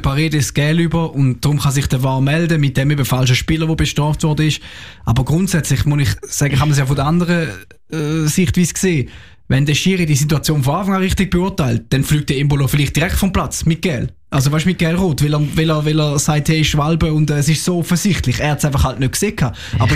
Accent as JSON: {"language": "German", "country": "Switzerland", "said": "als Schweizer"}